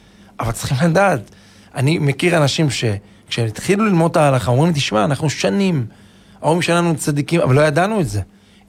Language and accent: Hebrew; Netanya, Central District, Israel; אני זוכר אפילו בתור ילד, בנתניה, אני זוכר, לפני 40 שנה